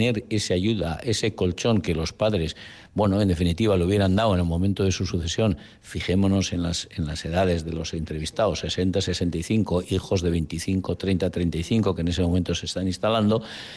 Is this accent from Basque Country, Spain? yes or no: yes; Basque Country, Spain